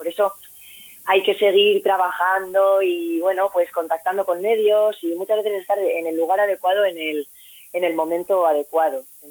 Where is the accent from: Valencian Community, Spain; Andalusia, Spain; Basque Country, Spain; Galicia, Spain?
Basque Country, Spain; Beasain; now in Vitoria-Gasteiz, Spain; Soy de Beasain, yo soy de Guipuzcoana.